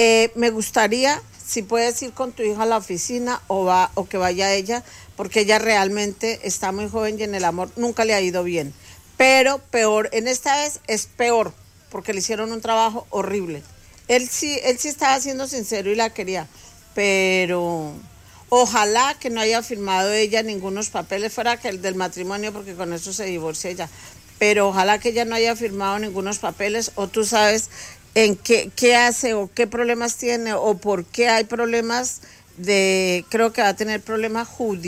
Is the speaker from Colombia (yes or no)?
yes; Colombia; tarotista colombiana